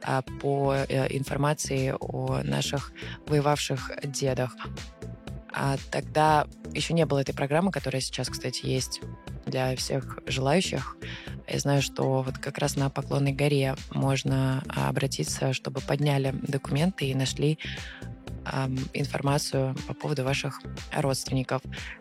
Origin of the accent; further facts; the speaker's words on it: Moscow, Russia; Именно там прошло мое детство. Детство сознательное, я бы сказала, такой подростковый уже период. Мы родились с братом в Солнцево, а потом переехали поближе туда, к Фили.